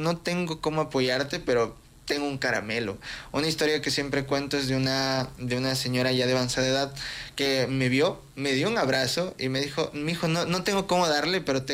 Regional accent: Quito, Pichincha, Ecuador; Soy un joven quiteño

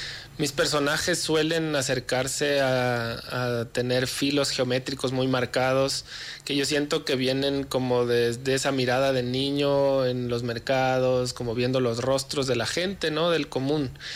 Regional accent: Ecuador; yo soy de Ecuador.

